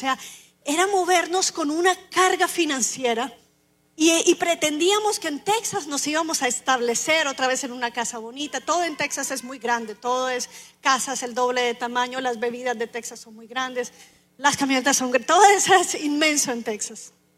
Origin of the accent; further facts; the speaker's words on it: Colombia; also born or lived in Costa Rica / Orlando; now in Houston, United States; Yo soy de Colombia, había vivido 6 años en Costa Rica y yo amé Costa Rica